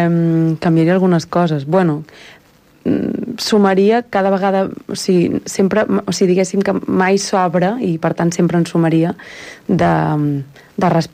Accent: Balearic Islands, Spain

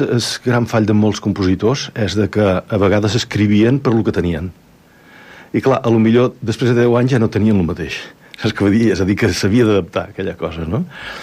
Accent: Balearic Islands, Spain; moved away; Estic supercontent de ser en el meu poble

